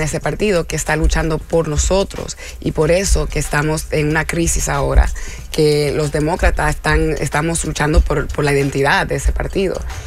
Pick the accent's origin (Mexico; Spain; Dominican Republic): Dominican Republic; now in New York, United States; Yo soy dominicana.